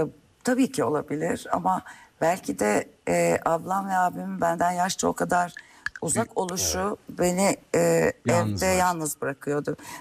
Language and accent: Turkish; Lüleburgaz, Kırklareli, Turkey; oranın hafif doğası, bir... insanı, büyüdüğüm yer.